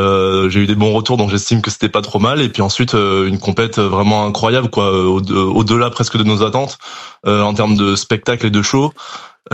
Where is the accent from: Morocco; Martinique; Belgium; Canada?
Martinique; moved away; J'ai décidé de rentrer chez moi en Martinique